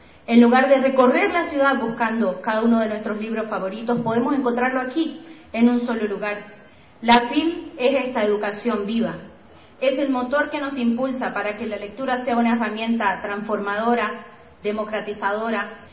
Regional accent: Santa Cruz, Bolivia

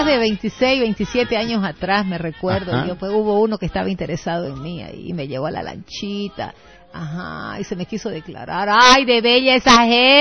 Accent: Santa Cruz de la Sierra, Santa Cruz, Bolivia; nuestra Santa Cruz

